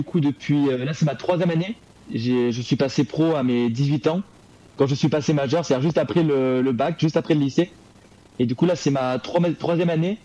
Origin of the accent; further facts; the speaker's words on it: La Ciotat, Provence-Alpes-Côte d'Azur, France; now in Marseille, France; j'ai commencé le vélo à 8 ans, chez moi à La Ciotat, dans le sud, dans mon club de vélo de ma ville.